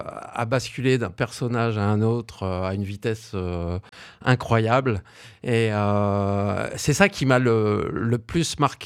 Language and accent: French; Lille, Hauts-de-France, France; moi je suis originaire de Lille